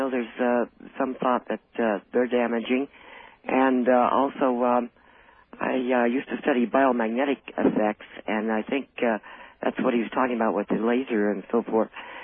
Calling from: California, United States; I'm calling from Southern California.

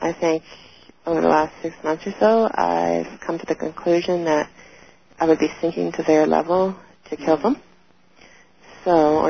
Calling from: Canada; I'm also calling from Canada

